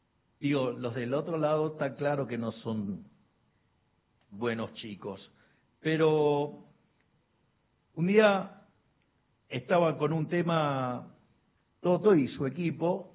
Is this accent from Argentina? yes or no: yes; Argentina; Nosotros que somos tan argentinos